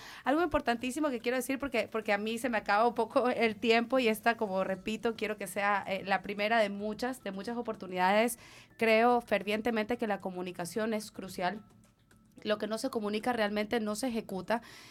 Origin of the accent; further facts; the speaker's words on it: Ecuador; embajada es de todos los ecuatorianos que estamos aquí, y todos los ecuatorianos que estamos aquí somos embajadores del Ecuador.